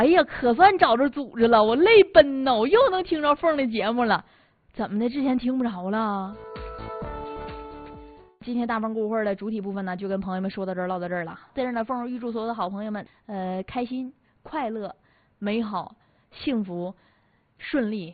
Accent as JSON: {"language": "Chinese", "region": "Northeast China", "country": "China", "said": "咱们东北人，因为咱们东北气候凉。"}